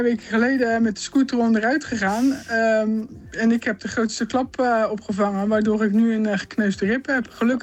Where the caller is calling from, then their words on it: Schiedam, South Holland, Netherlands; Ik zit in Schiedam.